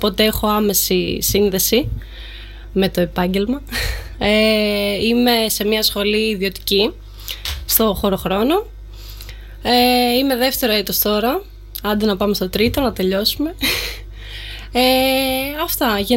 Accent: Rethymno, Crete, Greece; moved away as an adult; now in Attica, Greece; Είμαι από το Ρέθυμνο, παιδιά, από το Μυλοπόταμο.

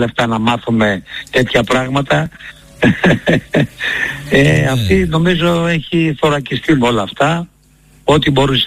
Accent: Greece; born there; also born or lived in Kazakhstan; ήρθαμε στην πατρίδα μας, στην Ελλάδα μας, εδώ που ήταν το όνειρό μας

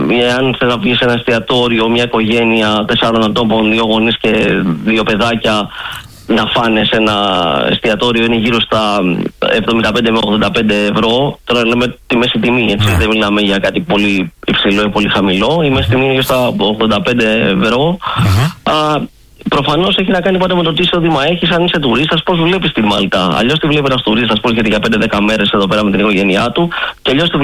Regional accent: Greece; moved away as an adult; now in Malta

